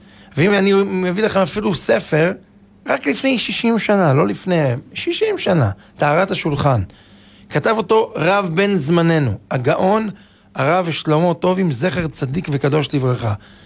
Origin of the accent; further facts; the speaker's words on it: Netanya, Central District, Israel; אני זוכר אפילו בתור ילד, בנתניה, אני זוכר, לפני 40 שנה